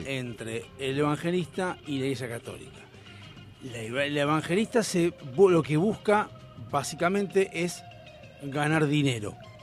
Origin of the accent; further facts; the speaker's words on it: Argentina; nosotros, como argentinos, y lo que dice él, es lo comparto, terminás eligiendo personas que te manejen la vida